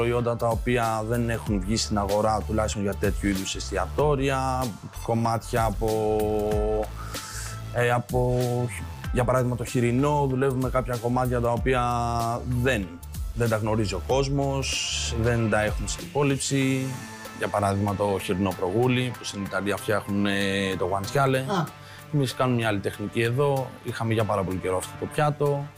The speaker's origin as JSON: {"language": "Greek", "country": "Greece", "said": "Εντάξει, πίσω στην πατρίδα μου."}